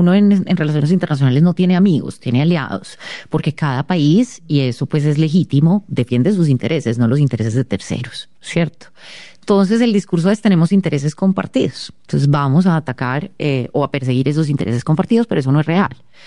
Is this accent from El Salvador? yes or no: no; Colombia; lo que en Colombia hemos conocido como la doctrina del enemigo interno